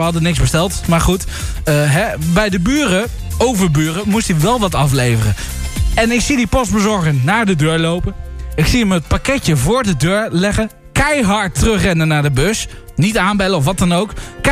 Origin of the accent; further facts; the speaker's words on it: Netherlands; We zijn ook Nederlanders.